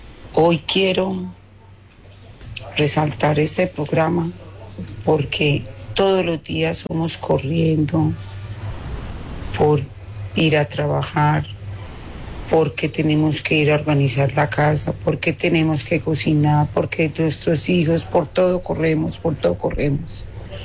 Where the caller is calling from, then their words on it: Colombia; todos nos queremos mucho acá en Colombia